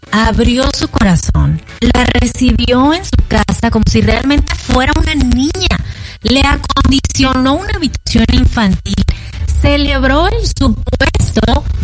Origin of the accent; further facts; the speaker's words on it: Monterrey, Nuevo León, Mexico; a mí me tocó ver en Monterrey, México, de donde yo soy, niñas chiquititas, pero grandotas, altotas.